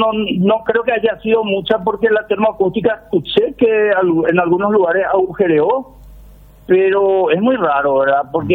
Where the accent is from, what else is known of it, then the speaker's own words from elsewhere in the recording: Asunción, Paraguay; born there; now in Luque, Paraguay; Yo soy luqueño porque por adopción, nací en Asunción